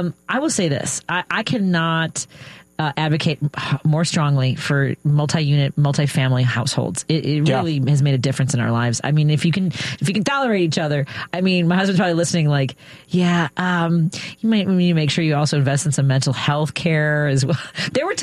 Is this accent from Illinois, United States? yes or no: yes; Illinois, United States; I grew up in Norwood, yeah, but okay. I grew up in a 1-bedroom apartment above what was a paint, when we moved in, it was a paint store, became a bank.